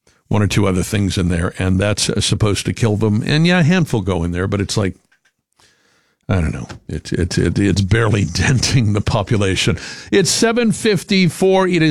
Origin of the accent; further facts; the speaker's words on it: New Jersey, United States; born there; also born or lived in Massachusetts; when I moved from Massachusetts to New Jersey as a kid